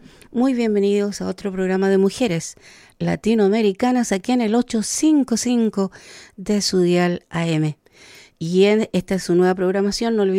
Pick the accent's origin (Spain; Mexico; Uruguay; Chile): Chile; Y dentro de Chile, por supuesto, visitar a mi pueblo, nuestra nación mapuche.